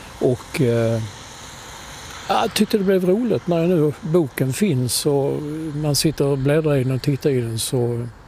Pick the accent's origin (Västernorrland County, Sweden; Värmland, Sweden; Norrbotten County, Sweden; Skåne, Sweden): Skåne, Sweden; Malmö; moved away; Jag är ju skåning, uppvuxen och haft hus i Skåne i 30 år, sålde det.